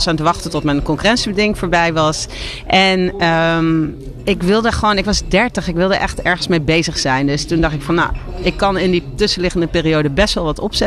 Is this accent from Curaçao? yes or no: yes; Curaçao; now in Netherlands; waar ik vandaan kom, Curaçao